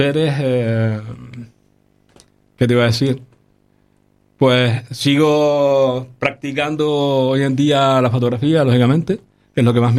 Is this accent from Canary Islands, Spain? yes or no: yes; Las Palmas de Gran Canaria, Canary Islands, Spain; also born or lived in La Calzada, Gran Canaria; yo nací en La Calzada, pero a los 3 meses más o menos, mis padres me trajeron a Las Palmas. ¿Vale? Le dieron casa en Las Palmas, en este caso en el Polvorín. Y nos trajeron a Las Palmas.